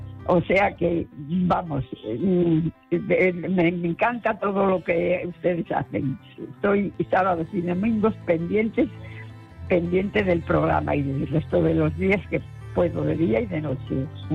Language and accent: Spanish; Spain; de Miranda de Arriesio. Soy oyente, escuchante de Radio Nacional desde los 9 años. Tengo 90.